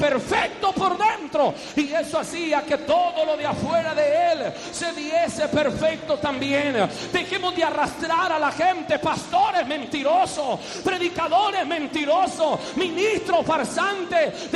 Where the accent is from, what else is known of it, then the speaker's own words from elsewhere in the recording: El Salvador; Soy indio salvadoreño